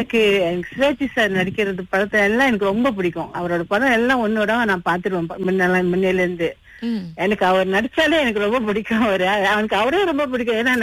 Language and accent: Tamil; Kuala Lumpur, Malaysia; also born or lived in Klang, Selangor; கிளைங்ல பிறந்தேன். அப்புறம் வளர்ந்தது வந்துட்டு கேளுக்கு வந்துட்டோம். ஜிஹெச் இருக்குல்ல, கேள் கொலும் ஹாஸ்பிட்டல். ஜிஹெச்ல வந்து இங்க வந்துட்டு அம்மாவோட அம்மா பாட்டி அவங்க வீட்டுல இங்க ஹாஸ்பிட்டல் குவார்டர்ஸ்ல தங்கி இங்கதான் வளர்ந்தேன்.